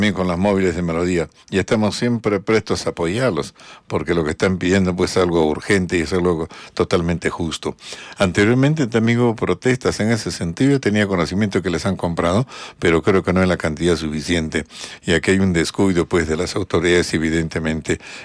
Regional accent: Moquegua, Peru; Claro, somos de Moquegua.

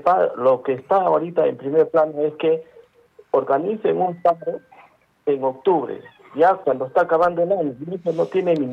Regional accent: Arequipa, Peru; born there; que soy de Arequipa, arequipeño de nacimiento.

